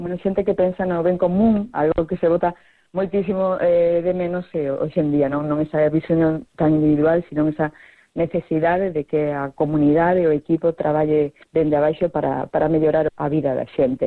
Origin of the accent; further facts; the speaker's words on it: Soutelo, Galicia, Spain; Eu digo moitas veces, eu son de Soutelo e a xente me dice, al lado do Bar 59